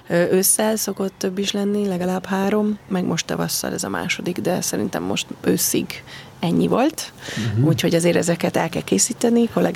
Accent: Budapest, Hungary; Májra Remetén nőttem föl

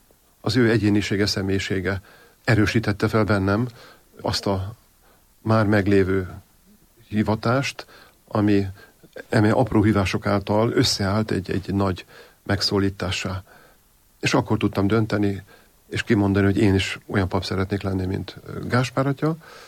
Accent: Budapest, Hungary; bár Óbudán születtem, 5 évvel, 6 évvel a születésem után átköltöztünk a 13. kerületbe, Árpád-hídpesti hídfőjéhez, és ott pedig a Szent Márton plébánia tagjaként töltöttem majdnem 10 évet

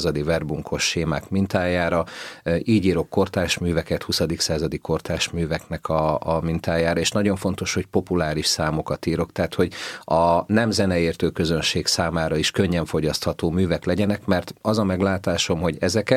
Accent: Tápiószele, Pest, Hungary; moved away as an adult; itt nőttem föl, gyermekkoromat itt töltöttem, igazából kamaszkoromat is, és egészen 20 éves koromig életvitelszerűen itt éltem Tápjószelén.

